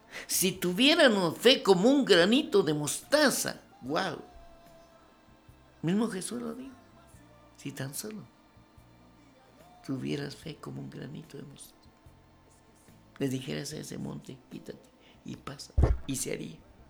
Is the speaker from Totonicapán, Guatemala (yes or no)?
no; San Marcos, Guatemala; born there; moved away; cuando viajo a San Marcos y la llevo a ese cantón Tonalá, así se llama el cantón donde yo nací.